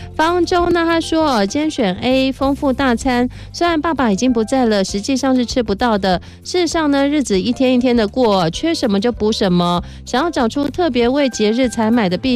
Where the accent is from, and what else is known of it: Taiwan